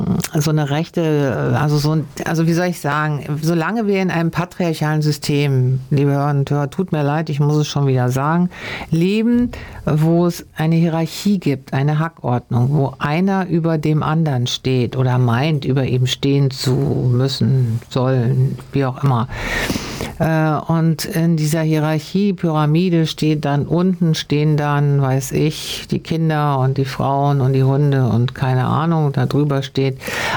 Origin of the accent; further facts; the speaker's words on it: Hann. Münden, Lower Saxony, Germany; born there; ich bin in Hanwün zur Schule gegangen